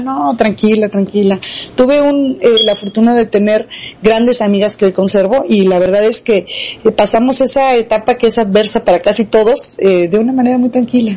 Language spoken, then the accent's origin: Spanish; Guadalajara, Jalisco, Mexico; yo soy de aquí de Guadalajara, nací en una familia de tres